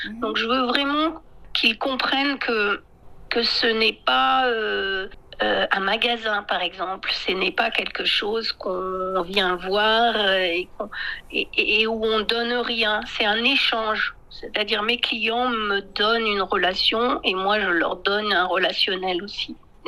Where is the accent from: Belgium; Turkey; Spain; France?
France; j'ai beaucoup voyagé au Yunnan, mais je suis française. Donc, c'est un mélange de que je suis en tant que française, en tant qu'architecte, et ce que j'ai aimé au Yunnan.